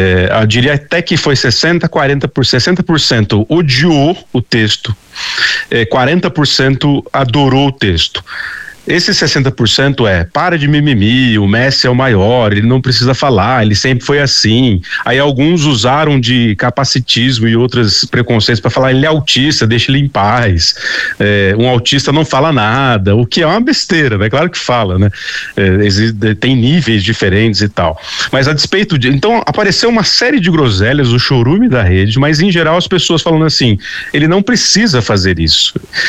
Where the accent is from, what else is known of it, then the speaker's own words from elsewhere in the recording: Brazil; Eu, como brasileiro